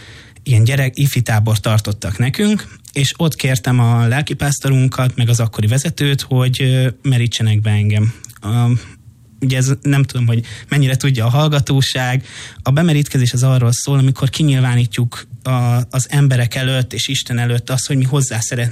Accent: Budapest, Hungary; Békásmegyeren nőttem föl

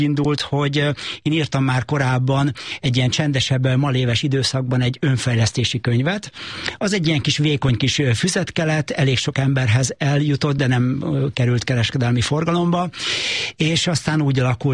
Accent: Szeged, Csongrád-Csanád, Hungary; Szegeden nőttem föl, és ott egy erős gimnáziumba jártam

